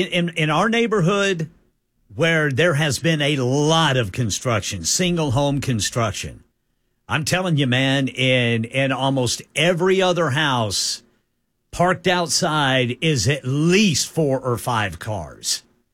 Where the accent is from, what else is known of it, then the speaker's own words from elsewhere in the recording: Oklahoma, United States; Little bitty town I grew up in Oklahoma.